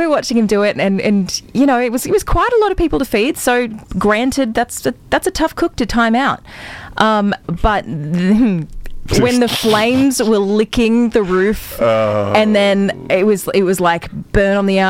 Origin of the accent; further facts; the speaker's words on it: Australia; And we're Australian, like we rarely eat indoors, so